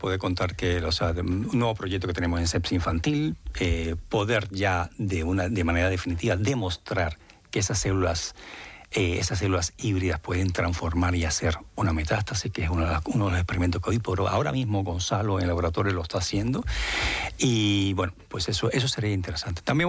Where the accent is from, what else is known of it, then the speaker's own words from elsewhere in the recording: Cuba; Pero como buen cubano me encanta el ballet.